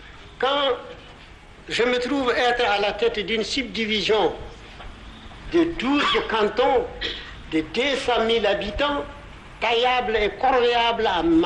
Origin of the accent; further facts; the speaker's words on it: Kati, Koulikoro, Mali; born there; also born or lived in Bamako; quand je faisais l'école, mes parents habitaient à Kati, à 12 km de Bamako. L'école régionale se trouvait à Bamako et je faisais 24 km par jour pour aller à l'école. J'ai quitté de chez moi à Kati